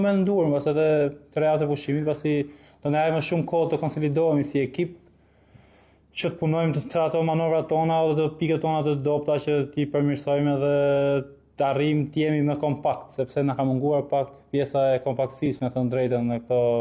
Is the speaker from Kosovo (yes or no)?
no; Elbasan, Elbasan County, Albania; born or raised there